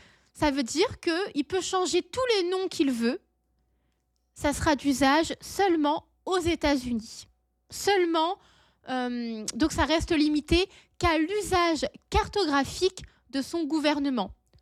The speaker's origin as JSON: {"language": "French", "country": "Canada", "said": "chez nous au Canada"}